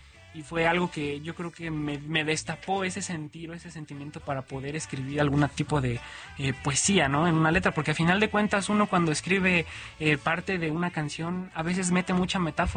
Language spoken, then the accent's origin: Spanish; State of Mexico, Mexico; Yo soy del Estado de México, mis papás son de... mi mamá es de Jalisco y mi papá es de Hidalgo, ¿no?